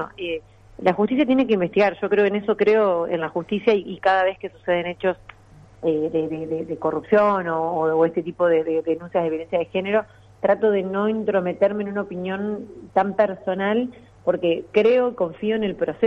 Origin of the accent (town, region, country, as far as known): Argentina; now in Paraná, Argentina